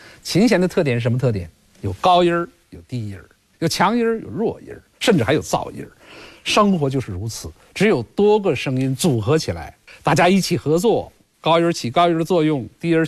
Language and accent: Chinese; China; 我们中国人